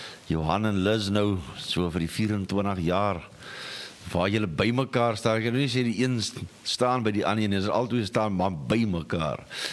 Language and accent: Afrikaans; Kirkwood, Eastern Cape, South Africa; ek kom van Kirkwood af